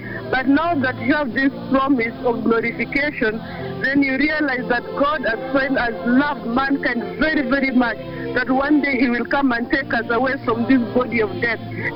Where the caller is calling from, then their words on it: Juja, Kiambu County, Kenya; I'm coming tonight from Juja here.